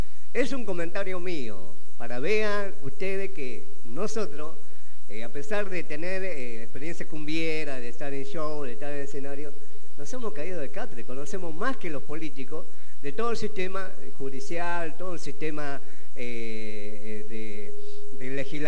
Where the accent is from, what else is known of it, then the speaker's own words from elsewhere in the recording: Argentina; somos argentinos, somos criollos. Yo soy bien criollo, bien criollo. Bien argentino, de pura cepa, como dice Eduardito